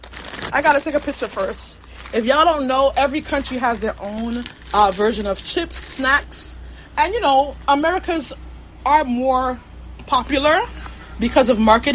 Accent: Jamaica; As you guys know, being a Jamaican, we always have a hustle.

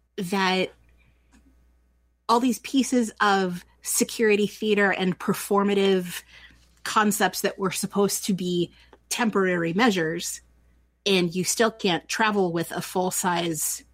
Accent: Midwest, United States; I grew up in the Midwest. We had tornado drills because that was a possibility.

